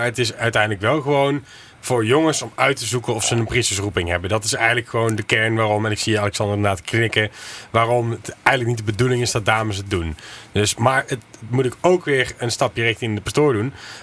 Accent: Heeze, North Brabant, Netherlands; Want wij hadden toen de tijd, bij ons in Hezen, hadden wij een club van 60 misdienaars. Dat was de grootste van Nederland.

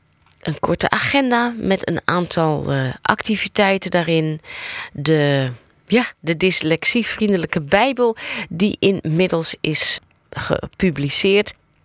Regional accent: Amsterdam, North Holland, Netherlands; In en vanuit de Ons Lieve Vrouwenkerk aan de Keizersgracht in Amsterdam. En ja, ik vind dat dan toch ook wel extra leuk als ik het erbij mag vermelden. Want dat is dus eigenlijk mijn, de plek waar ik opgegroeid ben.

